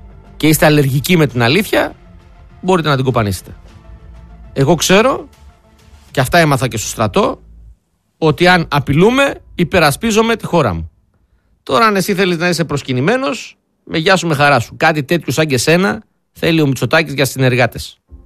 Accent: Greece; Για την Ελλάδα, γιατί είμαι Έλληνας.

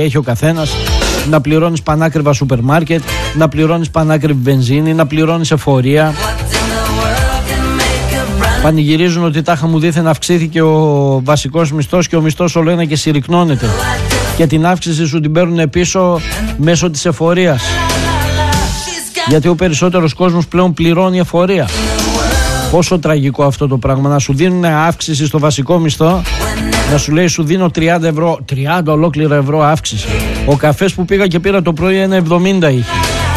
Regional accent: Greece

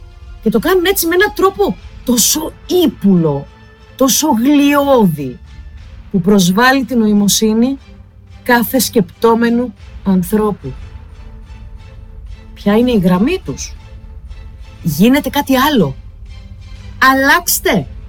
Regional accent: Greece; είμαι Ελληνίδα, πατριώτισα, που σέβεται την παράδοσή της, τα ήθη, τα έθιμα και τις αξίες της, που τιμά τη χώρα που τη γέννησε

